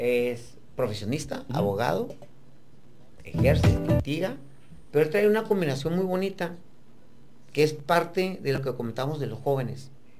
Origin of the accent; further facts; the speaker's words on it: Tijuana, Baja California, Mexico; soy de Tijuana, me tocó vivir el crecimiento, me tocó vivir el crecimiento de la zona este y de todo Tijuana, ¿no? Pero de la zona este más, porque te comento, yo estuve hasta los 12 años en Huaycura y luego nos cambiamos a Otay.